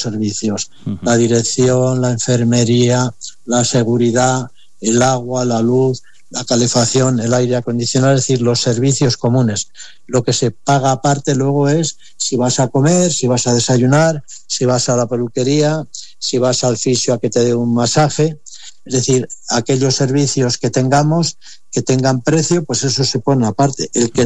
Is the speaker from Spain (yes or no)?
yes; Aranda de Duero, Castile and León, Spain; a mi pueblo, a Aranda de Duero